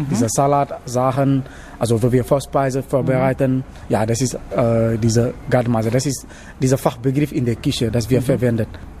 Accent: Dakar, Senegal; German is a second language; now in Germany

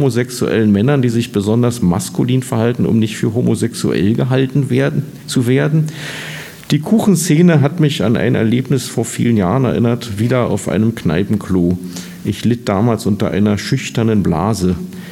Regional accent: East Germany, Germany; Jetzt wurde ich als Ossi schon von Ossis beleidigt und das, indem sie mich einen Wessi nannten.

